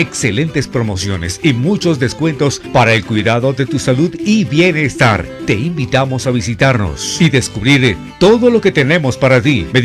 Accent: Samacá, Boyacá, Colombia; En Samacá. En mi tierra

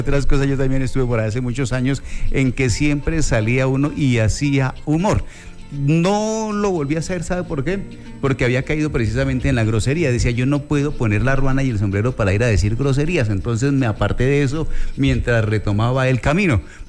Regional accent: Tasco, Boyacá, Colombia; En mi pueblo que es Taxco le dicen a uno los chocantes

